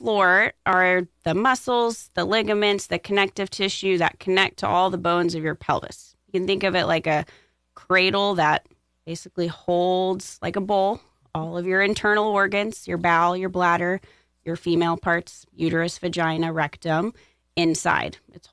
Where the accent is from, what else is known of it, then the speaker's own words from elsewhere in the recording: Houston, Texas, United States; moved away as an adult; also born or lived in Galveston, Texas; now in Florence, United States; So I am from Houston, Texas, originally.